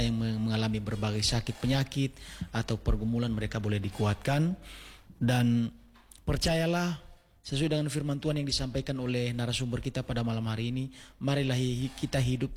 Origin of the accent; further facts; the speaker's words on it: Nias, North Sumatra, Indonesia; kita sebagai orang Nias, kita, yeah, punya kebudayaan.